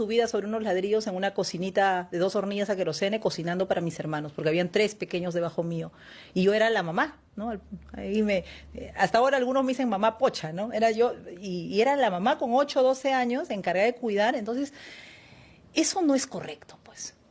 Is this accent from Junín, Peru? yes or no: no; Ancash, Peru; Yo vengo de una familia de La Puna, ¿no?, de 4.000 metros de altura, gente dedicada a la agricultura, de abuelitos que, como mucha gente que está ahorita que no fue a la escuela nunca, mis papás hicieron cuarto de primaria, ¿no?